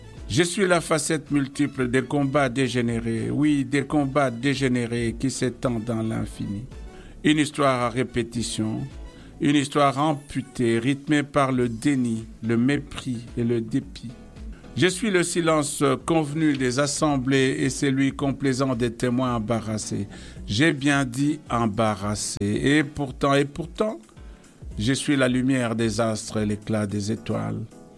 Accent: DR Congo; je viens de la République démocratique du Congo.

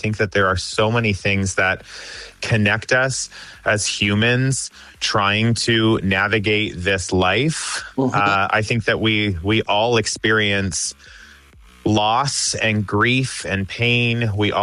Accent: Alberta, Canada; now in Toronto, Canada; Currently, I'm based in Toronto, but I'm actually back in my hometown in Alberta right now, visiting family.

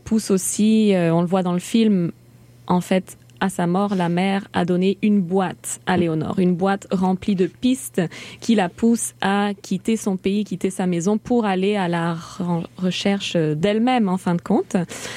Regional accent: Barcelona, Catalonia, Spain; also born or lived in Indonesia / Chile; Non, en fait, je suis née en Espagne, à Barcelone.

